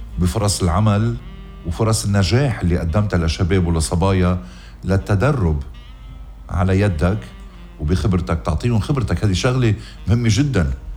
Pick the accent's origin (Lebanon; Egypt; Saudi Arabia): Lebanon; عم بيحملونا كلنا كلبنانيين مسؤولية